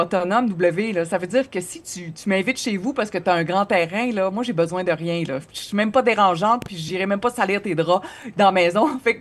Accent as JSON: {"language": "French", "town": "Joliette", "region": "Quebec", "country": "Canada", "tie": "born or raised there", "said": "Moi, je suis native de Joliette. Mon père habite toujours là."}